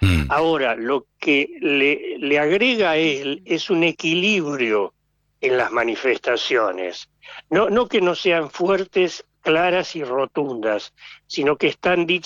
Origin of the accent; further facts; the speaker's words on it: Argentina; esto es muy nuestro, muy argentino